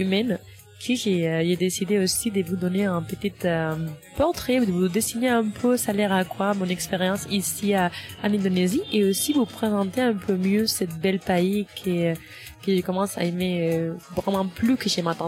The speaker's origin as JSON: {"language": "French", "country": "Spain", "said": "Mais moi, je viens de l'Espagne, qui fait c'est le deuxième pays le plus touristique du monde après la France."}